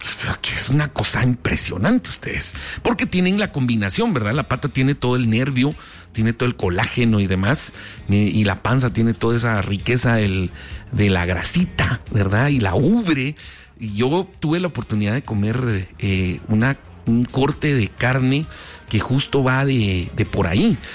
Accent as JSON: {"language": "Spanish", "country": "Guatemala", "said": "realmente nosotros como guatemaltecos debemos de sentirnos bendecidos, porque hay mucha riqueza en muchos aspectos."}